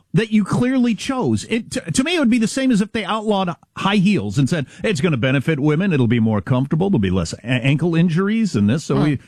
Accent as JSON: {"language": "English", "country": "United States", "said": "As an American"}